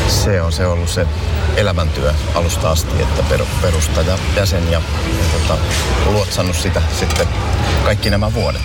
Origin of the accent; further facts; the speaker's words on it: Tampere, Pirkanmaa, Finland; also born or lived in Ylöjärvi; mä olen siis Tampereelta kotoisin ja Ylöjärvellä vaikuttanut suurimman osan elämästäni